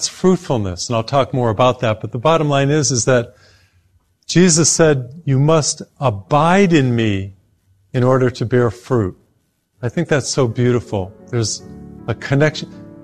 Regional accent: Texas, United States; In my home state of Texas, multi-billion dollar industry, wineries and grapes and wine and vineyards and production.

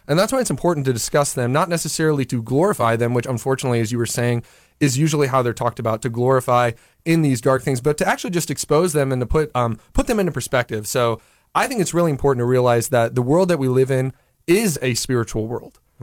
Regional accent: St. Louis, Missouri, United States; now in Omaha, United States

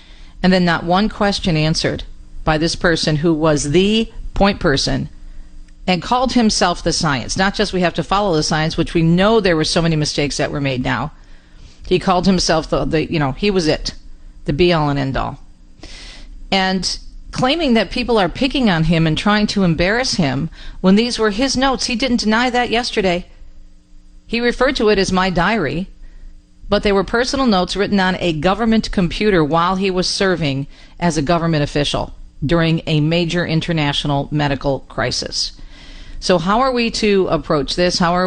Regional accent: Michigan, United States; about Catholic charities suing my home state of Michigan and for very good reason.

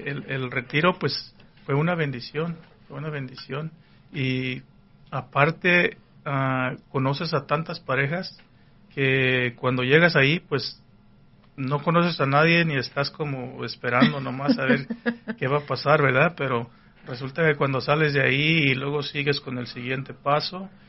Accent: Mexico; moved away; Pues yo, como te comenté antes, desde que me vine de México, pues yo llegué sin familia aquí.

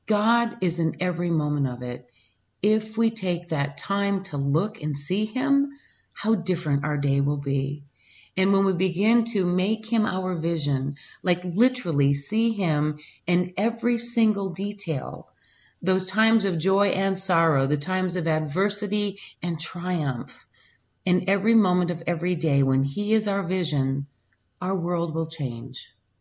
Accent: Michigan, United States; when I was raised in Michigan

